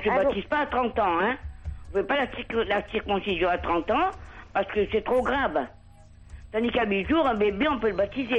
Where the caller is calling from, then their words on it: Montpellier, Occitanie, France; de Montpellier.